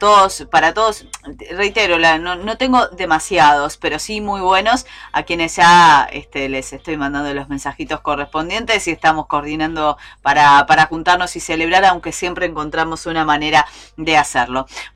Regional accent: Uruguay; los uruguayos aprovechamos y nos consolamos un poquito

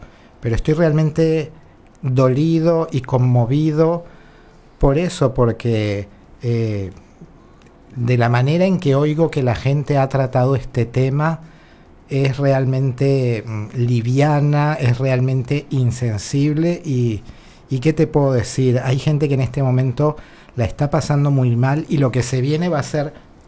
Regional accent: La Guaira, Venezuela; now in Uruguay; Y bueno, yo crecí en La Guaira, estudié en La Guaira, tengo muchos amigos muy queridos, hermanos de la vida allí

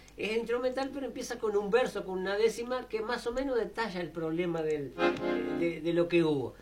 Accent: Batoví, Tacuarembó, Uruguay; born there; moved away; yo soy de Batoví de corazón, ¿no? Yo nací ahí.

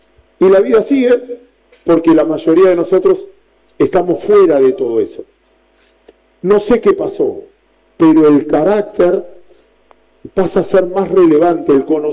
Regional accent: Argentina; nosotros tenemos, hablo de Argentina ahora, un presidente de malos modales

